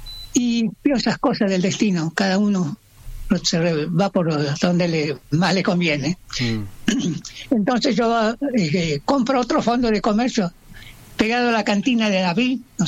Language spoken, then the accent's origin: Spanish; La Aurora, Santiago del Estero, Argentina; born there; Yo nací en la Aurora, provincia de Santiago del Estero.